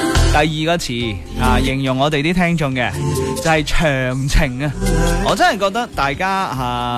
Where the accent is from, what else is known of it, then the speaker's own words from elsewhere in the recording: Guangzhou, Guangdong, China; now in Foshan, China; 我乡下系啊大省城啊，我成日觉得咧嗰边嘅节奏太快，人与人之间嘅嗰个关系咧。